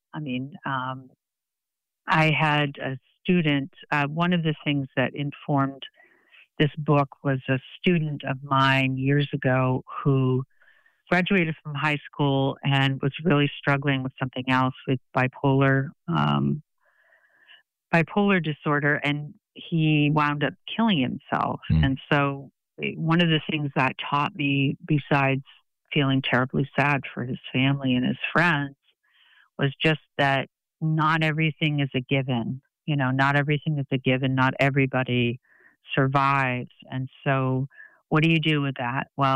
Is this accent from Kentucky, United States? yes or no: no; Boston, Massachusetts, United States; also born or lived in Andover, Massachusetts / Brookline, Massachusetts; I was born in Boston and then lived in Andover, Mass for a while. And then my mom moved back to Brookline, and we lived near Fenway Park, which was cool. So in the 80s, you know, I was born in 1969.